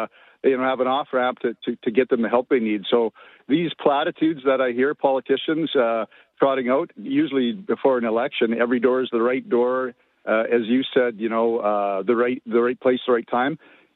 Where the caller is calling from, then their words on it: Kenora, Ontario, Canada; I worked the streets of Kenora for 38 years. I'm calling from Kenora, Ontario.